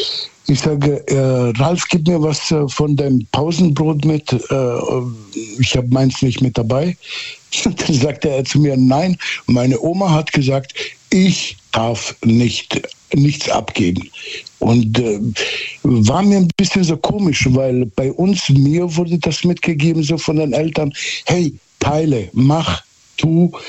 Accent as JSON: {"language": "German", "region": "Southern Germany", "country": "Germany", "tie": "born or raised there"}